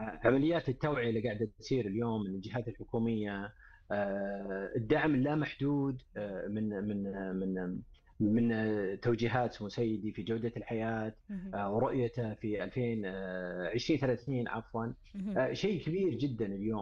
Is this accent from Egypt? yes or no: no; Saudi Arabia; نفتخر فيها احنا اليوم كسعوديين